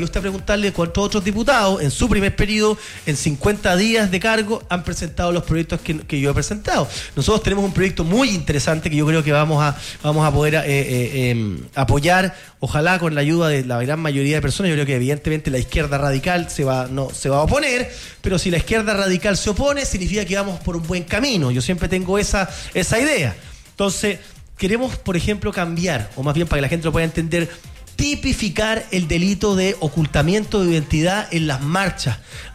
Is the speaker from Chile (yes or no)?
yes; Chile; moved away; also born or lived in United States